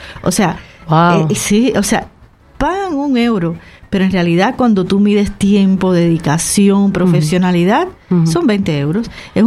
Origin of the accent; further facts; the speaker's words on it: Cuba; now in Canary Islands, Spain; yo soy cubana.